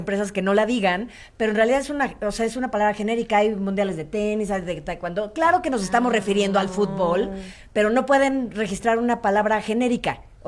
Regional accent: Mexico; como buena mexicana, me encanta nuestra música

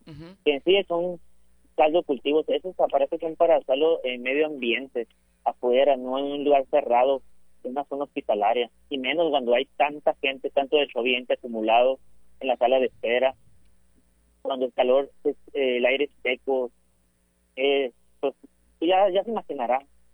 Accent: Sonora, Mexico; No les importamos los 280,000 derechohabientes que somos de Sonora.

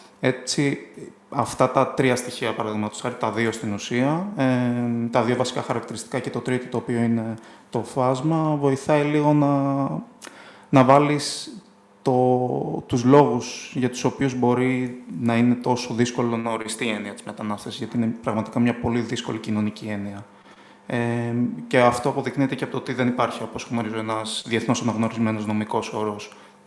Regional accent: Piraeus, Attica, Greece; είμαι ένας Αρμένης από τον Πειραιά, είμαι ένας δηλαδή Πειραιώτης Αρμένης. Ορίζω τον εαυτό μου πιο πολύ ως έναν άνθρωπο ο οποίος είναι από τον Πειραιά, τα περίχωρα, εκεί που έχει μεγαλώσει, εκεί που έχει τις εικόνες του, τις εμπειρίες του.

